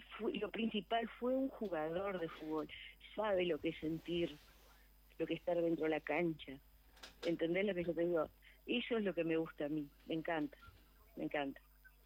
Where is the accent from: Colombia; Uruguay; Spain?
Uruguay; somos así los uruguayos